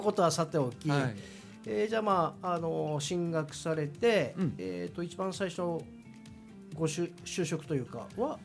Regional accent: Sapporo, Hokkaido, Japan; 札幌出身で、

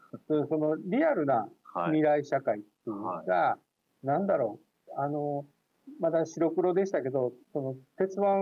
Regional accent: Hyogo, Japan; moved away; もともと私、出身が関西というか、兵庫県だったんで

